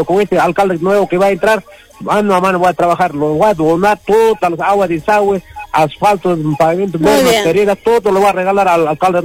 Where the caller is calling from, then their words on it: Yura, Arequipa, Peru; para mi pueblo, Yura Tradiciones